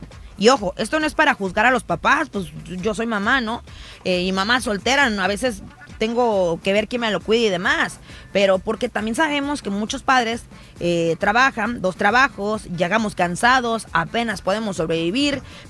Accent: Mexico; now in California, United States; yo crecí en México, mi hijo está creciendo en este país

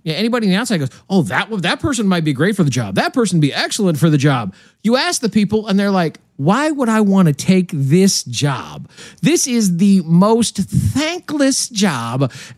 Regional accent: Nebraska, United States; I'm from Nebraska. We have a one-house legislature.

